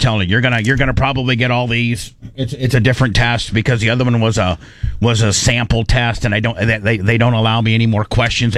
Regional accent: United States; You know what I am? I'm an American.

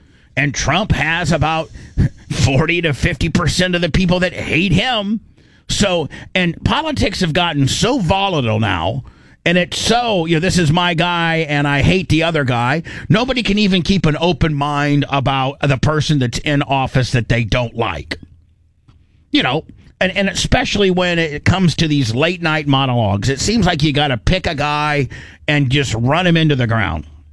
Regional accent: Tennessee, United States; I'm a country guy. I'm from Tennessee.

